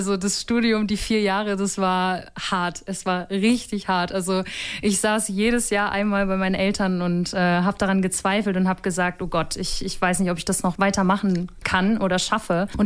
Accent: Osnabrück, Lower Saxony, Germany; ich da angenommen wurde in Osnabrück. Und es war natürlich auch toll, dass es dann hier war, in meiner Heimat.

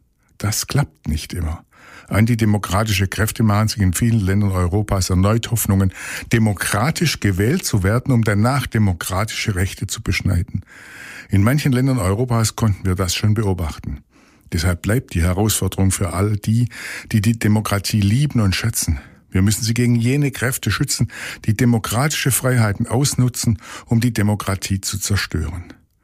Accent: Swabia, Germany; now in Lower Saxony, Germany; Ich bin gebürtiger Schwabe, lebe in Niedersachsen, habe einen deutschen Personalausweis und fühle mich als Europäer.

